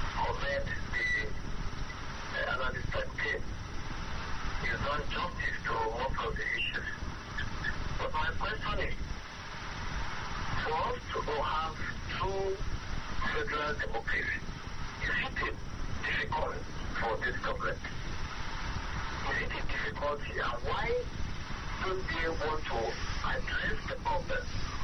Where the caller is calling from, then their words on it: Agbado, Nigeria; I'm calling from Adado in the street.